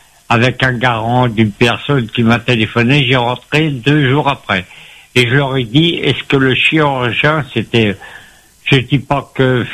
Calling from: Trois-Bassins, Réunion; j'habite dans les Hauts à Trois-Bassagnes. Et excusez-moi mon accent.

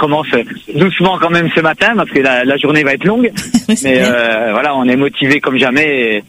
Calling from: Réunion; on est 14 réunionnais à être au stade cet après-midi.

